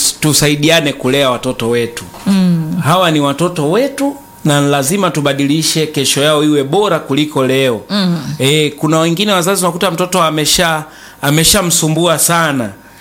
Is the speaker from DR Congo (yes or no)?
no; Tanzania; Sisi ni Watanzania na mtoto analelewa pia Kitanzania.